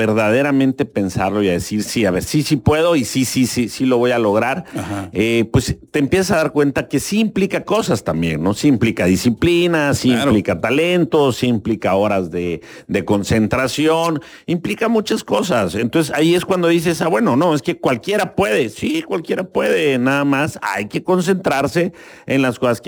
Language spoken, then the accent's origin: Spanish; Tapachula, Chiapas, Mexico; yo soy de Tapachula, ¿no? Aquí nací